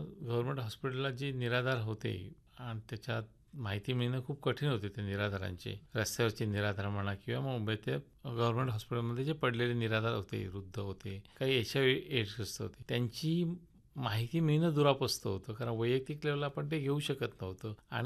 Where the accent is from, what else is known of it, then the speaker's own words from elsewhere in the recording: Sindhudurg district, Maharashtra, India; moved away as an adult; also born or lived in Mumbai; माझं संपूर्ण शिक्षण हे सिंधुदुर्ग जिल्हा कुडाळ तालुक्यात आणाव या गावी झालं. मी माझ्या कुटुंबासोबतच लहानाचा मोठा झालो.